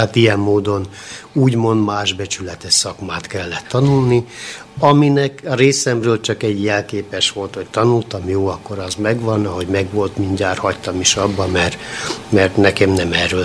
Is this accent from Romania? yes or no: no; Horgoš, Vojvodina, Serbia; now in Canada; Én földműves szülőktől, tehát Horgoson, Vajdaságban, tehát Szeged és Szabadka közötti területen születtem. Ennek a maga előnye és hátránya is nyilván ugyanúgy megvolt, hiszen falu volt